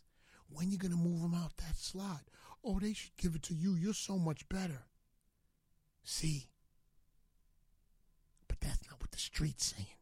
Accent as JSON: {"language": "English", "town": "Bronx", "region": "New York", "country": "United States", "said": "Because I'm a New Yorker. And I'm from the Bronx."}